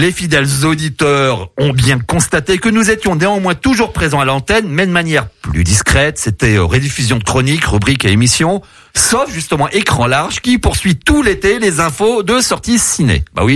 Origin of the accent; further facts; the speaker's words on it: Brittany, France; Et moi, je suis breton